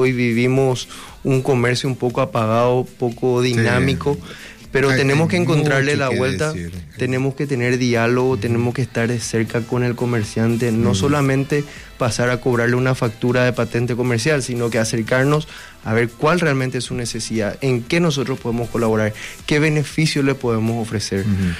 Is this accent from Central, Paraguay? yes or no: no; Encarnación, Itapúa, Paraguay